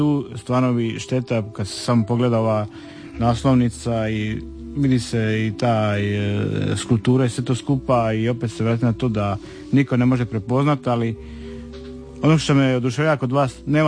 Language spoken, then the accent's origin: Croatian; Croatia; Ne, ali nemamo, mi baš nemamo običaj u Hrvatskoj, inače postoja skulpture, a gdje god odemo kao Hrvati, onda se slikavamo ispred tuđih skulptura.